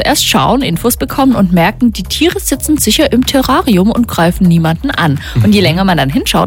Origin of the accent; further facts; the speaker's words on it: Hofen, Baden-Württemberg, Germany; Und danach geht's in meinen Heimatort nach Hofen, Bönnigheim-Hofen.